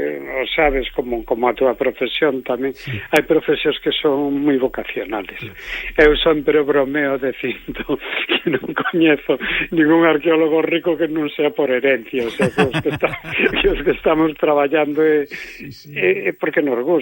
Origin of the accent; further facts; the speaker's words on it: Ourense, Galicia, Spain; also born or lived in Pontevedra; eu a todo isto son pontevedrés, pero me creí en Ourense.